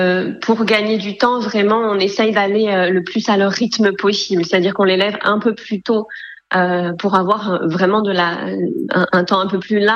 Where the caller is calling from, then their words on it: Pays de la Loire, France; Alors moi, j'habite en Sarthe, en tout cas pour le moment.